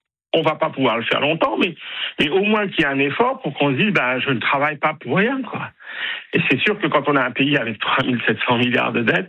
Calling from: Grand Est, France; Je suis alsacien

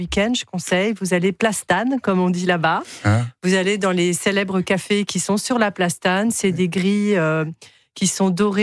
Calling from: Nancy, Grand Est, France; moi je suis de la Lorraine, de Nancy

